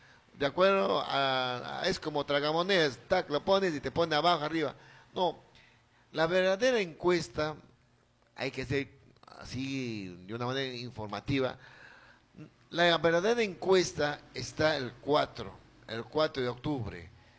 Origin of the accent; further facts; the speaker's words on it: Ucayali, Peru; como ucayalinos, como peruanos